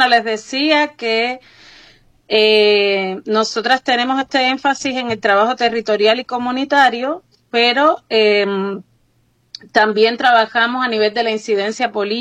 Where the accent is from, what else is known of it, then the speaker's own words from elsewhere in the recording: Chile; also born or lived in Cuba; mi mamá chilena vivió el exilio en la dictadura de Pinochet, mi padre es cubano y por ese motivo yo nací en Cuba y cuando llegó la oportunidad de retorno a Chile con el regreso a la democracia, yo vine con ella para acá y aquí me quedé